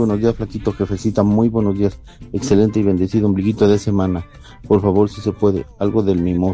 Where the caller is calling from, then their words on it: Mexico; Aquí estamos escuchándolos en la colonia Lagunilla